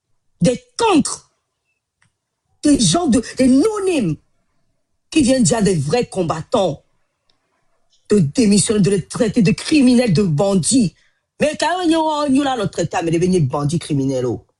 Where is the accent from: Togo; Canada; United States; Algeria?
Togo; now in France; moi, je suis togolaise et fière de l'être. J'ai beau avoir la nationalité française, je suis fière d'être togolaise.